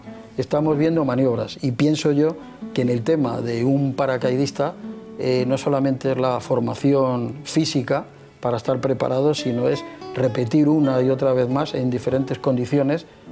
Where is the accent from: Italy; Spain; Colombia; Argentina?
Spain; el ejército español, que es mi ejército, porque yo soy español